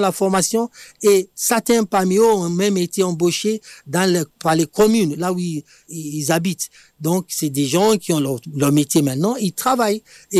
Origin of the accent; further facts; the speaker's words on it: Nigeria; now in Prades-le-Lez, France; Et moi, je suis originaire du Nigeria.